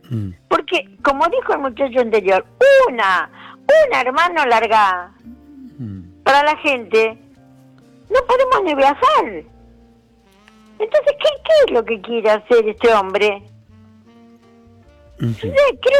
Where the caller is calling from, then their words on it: Buenos Aires, Argentina; de Boedo.